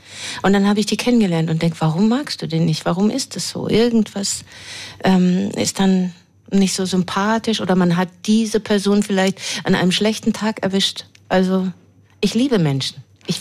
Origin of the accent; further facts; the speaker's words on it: Hamburg, Germany; Ich komme aus Hamburg. Da ist viel Wasser. Und es ist alles ein bisschen... Ja, die Hamburger sind so ein bisschen zurückhaltender, aber ich liebe das sehr